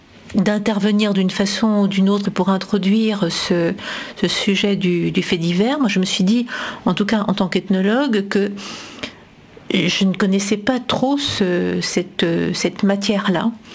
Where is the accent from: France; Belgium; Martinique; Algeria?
Belgium; je suis belge